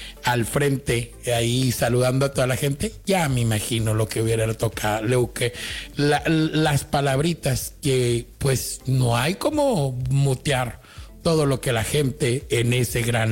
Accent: Mexico; now in United States; Pues toda la gente que somos de México

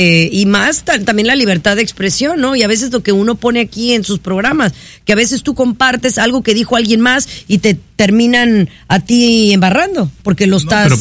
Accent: Mexico; pero también uno como mexicano también hay que bajarle dos rayitas.

